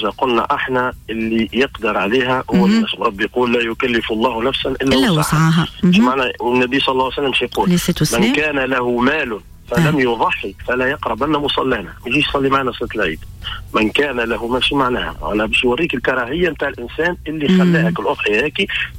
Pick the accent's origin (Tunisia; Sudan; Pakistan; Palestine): Tunisia; احنا ديما نمشيو في تونس, في بلادنا تونس ديما نمشيو على المذهب المالكي, كلنا معروفين احنا مالكية.